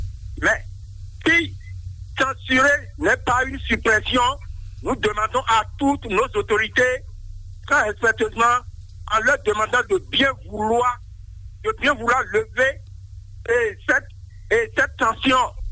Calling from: Porto-Novo, Ouémé, Benin; je vous appelle depuis Rwanda 2 Porte Nouveau.

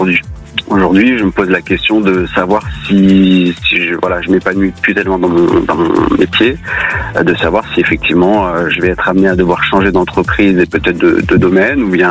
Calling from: Nouvelle-Aquitaine, France; Alors moi, je suis en Gironde.

